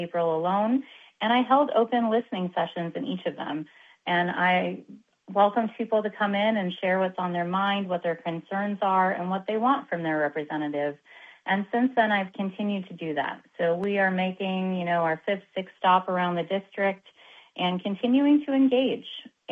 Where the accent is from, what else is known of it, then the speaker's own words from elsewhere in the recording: Hermantown, Minnesota, United States; I grew up in Hermantown, and that's where I live today.